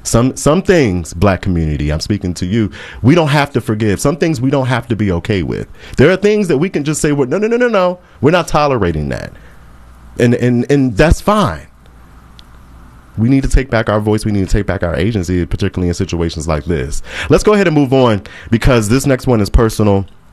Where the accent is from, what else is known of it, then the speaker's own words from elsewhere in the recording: Maryland, United States; Maryland, my home state.